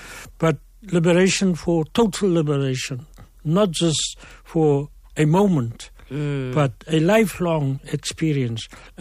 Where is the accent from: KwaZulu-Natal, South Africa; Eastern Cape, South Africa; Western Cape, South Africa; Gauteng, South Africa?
Western Cape, South Africa; Cape Town; I grew up in the Steenberg Retreat area.